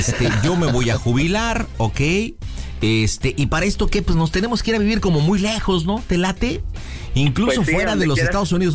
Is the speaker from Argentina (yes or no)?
yes; Argentina; soy argentino.